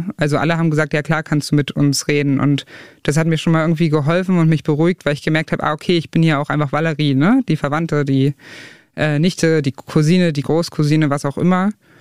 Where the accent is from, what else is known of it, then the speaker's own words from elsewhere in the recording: Saxony-Anhalt, Germany; Also weil ich habe das Gefühl, dass da in Teilen Ostdeutschlands und Sachsen-Anhalt und der Altmark, wo ich herkomme, dass da so eine Parallelöffentlichkeit und Parallelwelt so ein bisschen entsteht